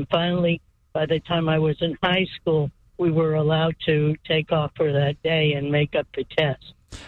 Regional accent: Sharpstown, Texas, United States; I grew up in Sharpstown, which was basically white Christians.

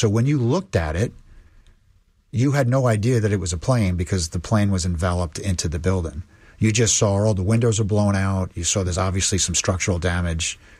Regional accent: New York City, New York, United States; And I was from New York City and remember the first bombing that occurred at the World Trade Center.

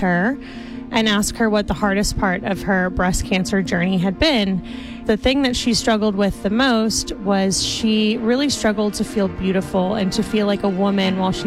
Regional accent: Houston, Texas, United States; from Houston, Texas

